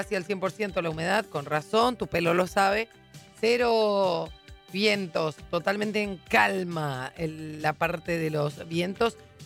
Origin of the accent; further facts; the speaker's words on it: Lambaré, Central, Paraguay; yo que soy de Lambaré, veía como que no iba a llover y de repente se largó con todo